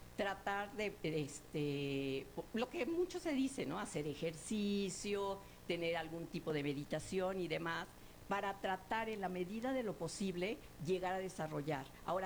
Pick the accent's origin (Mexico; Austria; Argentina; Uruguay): Mexico; la gran mayoría somos mestizos mexicanos.